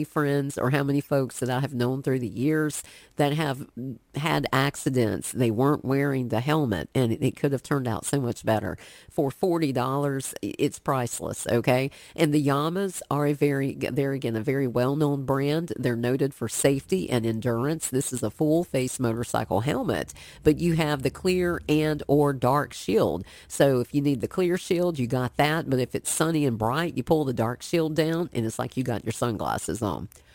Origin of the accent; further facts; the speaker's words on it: the South, United States; I'm from the South, okay?